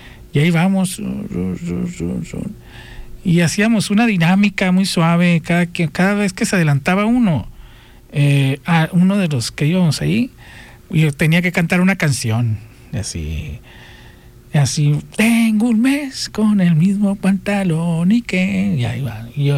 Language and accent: Spanish; Guaymas, Sonora, Mexico; Me acuerdo cuando estaba jovencito, adolescente, no sé, yo soy de Guaymas